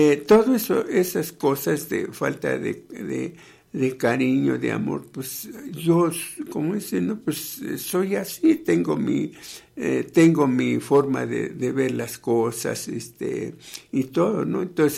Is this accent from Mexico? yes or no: yes; Oaxaca, Mexico; Vengo de una población, ¿no? Yo soy oaxaqueño